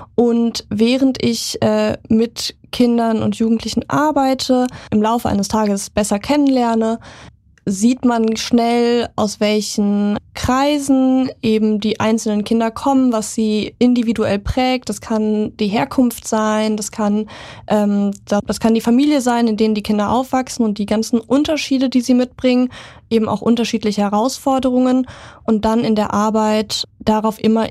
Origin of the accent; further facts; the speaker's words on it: Münster, North Rhine-Westphalia, Germany; also born or lived in Würzburg; Ich bin hier in Münster geboren und aufgewachsen.